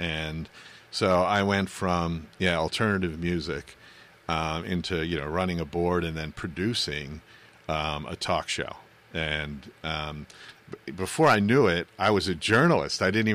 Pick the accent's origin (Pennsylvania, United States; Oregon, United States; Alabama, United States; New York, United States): Pennsylvania, United States; Bethlehem; moved away; I grew up in Bethlehem.